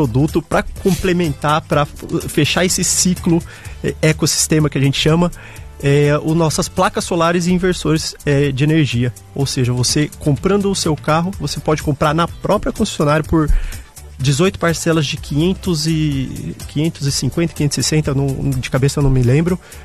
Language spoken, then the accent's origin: Portuguese; São Paulo, Brazil; eu sou do interior de São Paulo também, eu vou direto ali pra Marília.